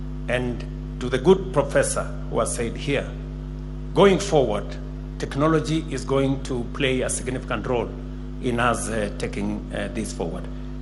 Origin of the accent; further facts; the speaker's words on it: Kenya; as a Kenyan myself.